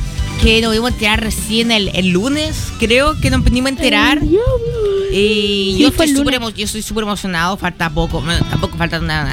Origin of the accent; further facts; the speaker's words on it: Chile; Somos chilenos, no gringos.